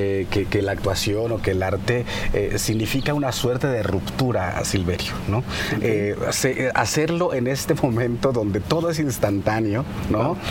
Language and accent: Spanish; Mexico; lo que somos como mexicanos